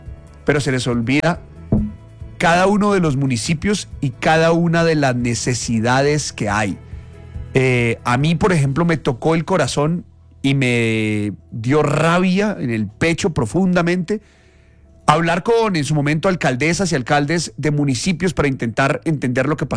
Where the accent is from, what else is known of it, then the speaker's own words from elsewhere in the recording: Colombia; de verdad, como colombianos, unirnos pa qué hacemos para que esto sea mejor